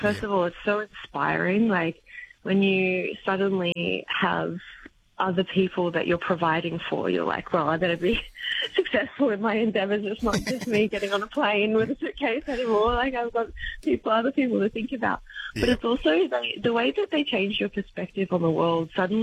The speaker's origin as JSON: {"language": "English", "town": "Sydney", "region": "New South Wales", "country": "Australia", "tie": "born or raised there", "said": "all the things I really liked about myself were lessons that I learned from growing up in Western Sydney. And then coming back and raising kids here, I was like, this is a really great place. And I'm so lucky to be from here."}